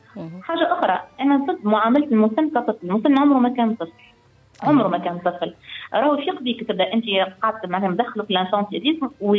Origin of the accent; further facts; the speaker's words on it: Bizerte, Bizerte Governorate, Tunisia; رحنا عندنا في بنزرت عندنا ظاهره بنزرت تمشي